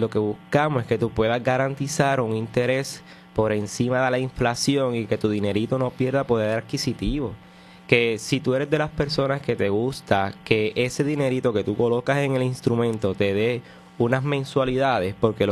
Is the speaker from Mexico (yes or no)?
no; Puerto Rico; nosotros como puertorriqueños